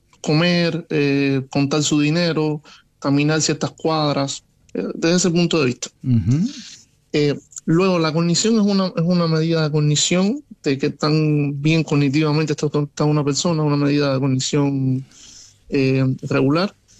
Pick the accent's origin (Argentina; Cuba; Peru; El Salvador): Cuba; now in Chile; Yo no soy chileno, yo soy cubano. Chile, radico en Chile, pero soy cubano.